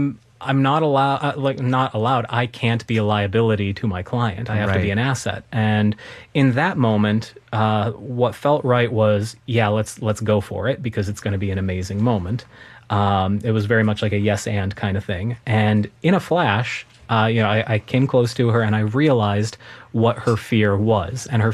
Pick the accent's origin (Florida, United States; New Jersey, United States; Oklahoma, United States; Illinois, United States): Illinois, United States; Chicago; So I grew up in Chicago, birthplace of close-up magic.